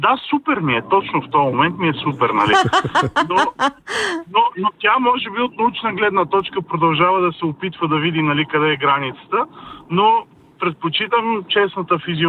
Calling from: Sofia, Sofia City, Bulgaria; от София.

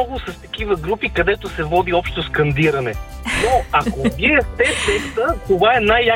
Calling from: Sofia, Sofia City, Bulgaria; съм доставчик от София.

